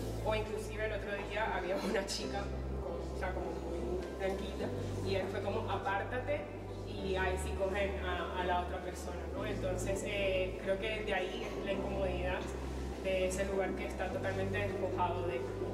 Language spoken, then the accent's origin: Spanish; Cartagena, Bolívar, Colombia; soy de Colombia, Cartagena, Colombia.